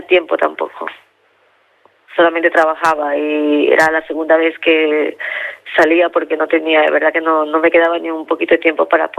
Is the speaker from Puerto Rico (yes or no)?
no; Venezuela